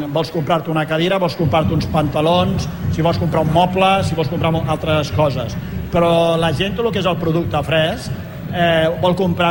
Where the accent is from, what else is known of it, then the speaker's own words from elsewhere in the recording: Sant Boi de Llobregat, Catalonia, Spain; jo he nascut a Sant Boi i tenim constància a casa meva des del 1700. Vull dir que fa molts anys que estem a Sant Boi, perquè nosaltres abans ens dedicàvem a fer vi.